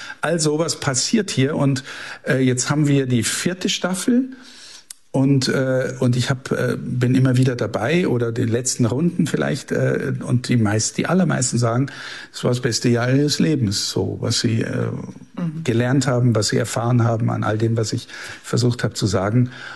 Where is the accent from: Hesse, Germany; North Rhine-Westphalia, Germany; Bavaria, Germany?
Bavaria, Germany; Amberg; born there; now in Passau, Germany; ich bin in Amberg in der Oberpfalz geboren. Und wo bin ich geboren? Im Marienkrankenhaus. Und wo ist es? Unter dem Maria-Hilfberg in Amberg.